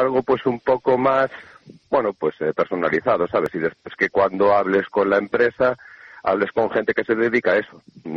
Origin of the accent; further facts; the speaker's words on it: Galicia, Spain; somos gallegos